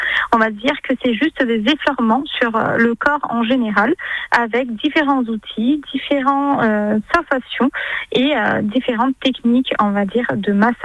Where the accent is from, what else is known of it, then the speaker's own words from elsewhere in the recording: Réunion; moved away as an adult; now in France; Je suis arrivée ici en France quand j'avais 18 ans, parce que de base, je viens de l'île de La Réunion.